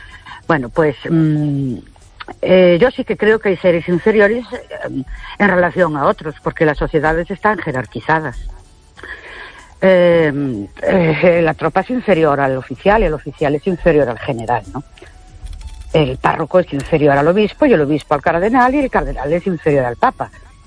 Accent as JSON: {"language": "Spanish", "town": "Ourense", "region": "Galicia", "country": "Spain", "said": "Buenas noches … de Ourense"}